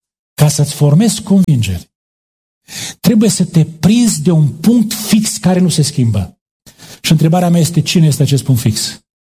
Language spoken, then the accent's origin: Romanian; Romania; Noi români avem de unde să mergem în sus, că suntem jos de tot.